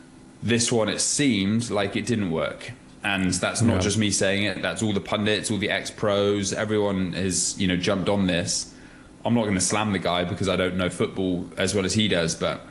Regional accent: England, United Kingdom; moved away; And that's the frustrating thing as an English fan.

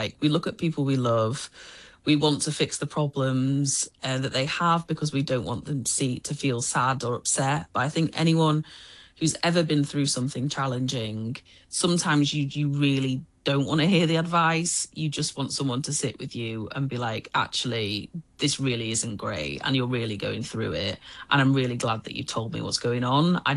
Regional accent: Oldham, North West England, United Kingdom; moved away as an adult; now in Hong Kong; I'm from the north of England. I'm from a small town called Oldham, which is on the outskirts of Manchester.

